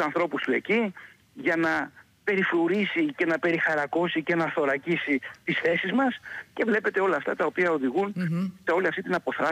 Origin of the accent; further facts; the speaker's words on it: Kefalonia, Ionian Islands, Greece; moved away; την ιδιαίτερη πατρίδα μου, την Κεφαλονιά